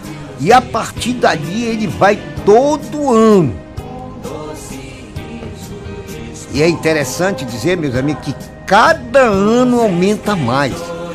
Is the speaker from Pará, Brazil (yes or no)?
yes; Pará, Brazil; a gente saber que somos paraenses, né?